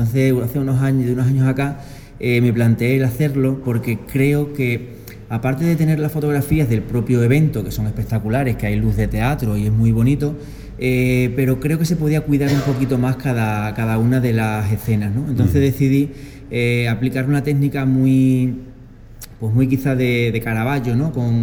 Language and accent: Spanish; Zalamea de la Serena, Extremadura, Spain; hace 10 años ya tengo mi empresa de fotografía en Don Benito, aunque soy natural de Zalamea.